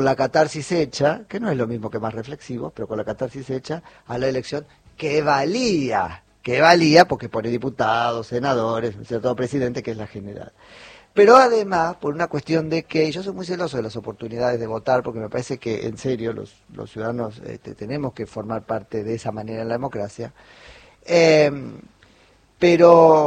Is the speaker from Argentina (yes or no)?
yes; Argentina